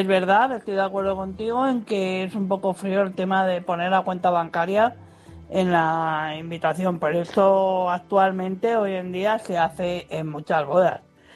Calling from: Madrid, Community of Madrid, Spain; de Madrid.

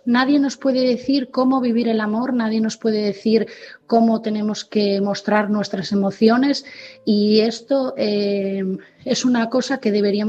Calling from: Asturias, Spain; de Asturias

